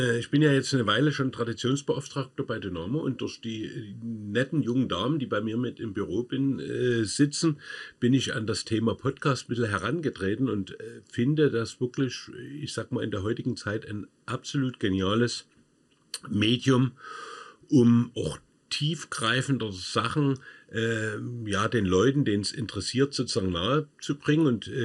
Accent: Dresden, Saxony, Germany; Also ich bin gebürtiger Dresdner, bin 68 in Dresden geboren.

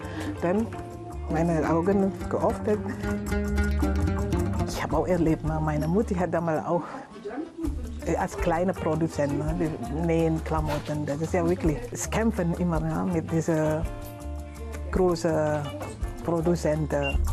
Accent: Indonesia; German is a second language; moved away as an adult; now in Chemnitz, Germany; Ich komme ursprünglich aus Indonesien. Ich bin seit 2004 in Chemnitz und ich bin eigentlich 45 Jahre alt

